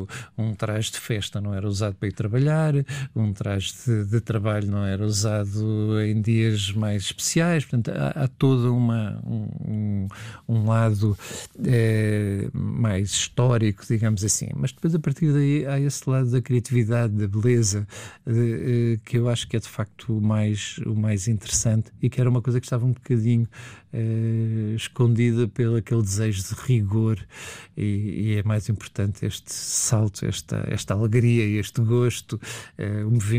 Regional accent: Lisbon, Portugal; moved away as an adult; also born or lived in Viana do Castelo; Fiz tudo em Lisboa, portanto, vivi em Lisboa até aos 22 anos e depois decidi voltar para Viana

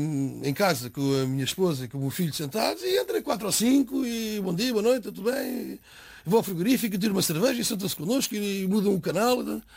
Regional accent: Portugal; moved away as an adult; now in Gabon; Eu sou português, sou europeu

